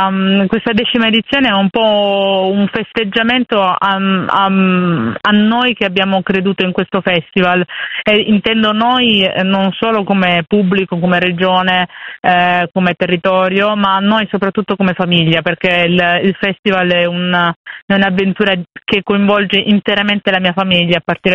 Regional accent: Arnesano, Apulia, Italy; moved away; Io sono originaria di Arnesano, che è un piccolissimo centro proprio alle porte di Lecce.

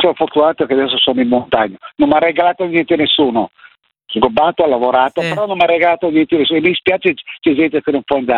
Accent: Milan, Lombardy, Italy; io ho 81 anni, sono nato in Corso Garibaldi.

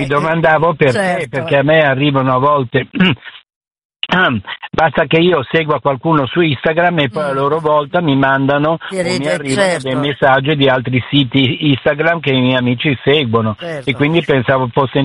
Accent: Piedmont, Italy; now in Turin, Italy; perché pensate che io sono originario del Monferrato, vi ascoltavo circa 40 anni fa sulla radio, si sentiva nel Monferrato

